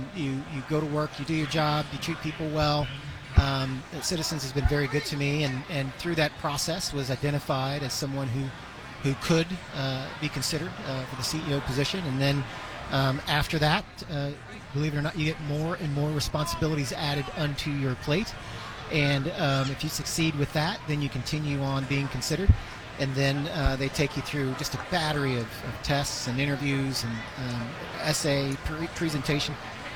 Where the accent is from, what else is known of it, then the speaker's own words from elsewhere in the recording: Jeffersonville, Indiana, United States; moved away as an adult; now in Indianapolis, United States; They call it Kentuckiana. So born and raised there, played basketball, played sports at Jeffersonville High School